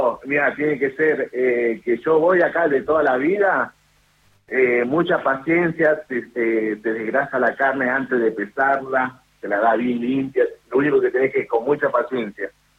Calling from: Rafael Calzada, Buenos Aires Province, Argentina; de zona sur, Almirante Brón, Rafael Calzada.

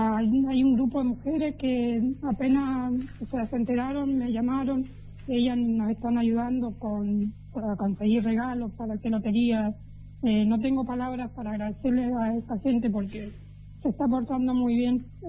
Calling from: Cuadro Nacional, Mendoza, Argentina; Sí, yo vivo en Cuadro Negro, pero tengo mi familia en Rama Caída.

